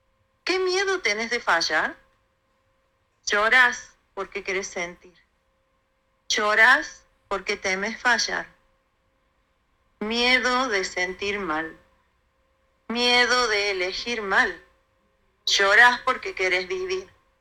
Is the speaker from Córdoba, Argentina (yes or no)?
yes; Villa San Nicolás, Córdoba, Argentina; Yo soy de Villa San Nicolás, pegadito a Carlos Paz.